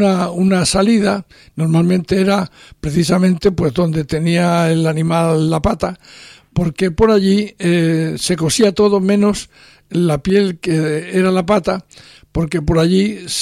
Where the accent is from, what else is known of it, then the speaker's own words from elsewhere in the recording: La Rioja, Spain; Yo nací en La Rioja, ese sitio de España donde se produce tanto vino.